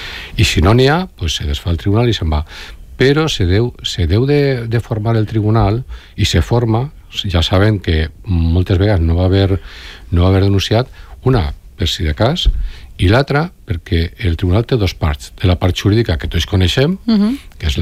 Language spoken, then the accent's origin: Catalan; Alboraia, Valencian Community, Spain; jo soc d'Alboraia, en la meva zona, el Màser, Alboraia, Tavernes, que és on rega Rascanya